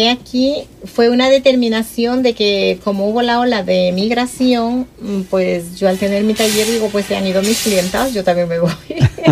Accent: Ecuador; moved away as an adult; now in Zaragoza, Spain; soy ecuatoriana. Vine aquí a España hace 27 años, de profesión maestra de corte y confección, y en la actualidad diseñadora de moda. Vivo en Zaragoza esos 27 años

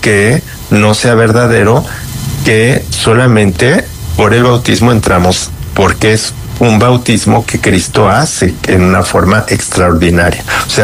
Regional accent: Mexico; yo soy mexicano

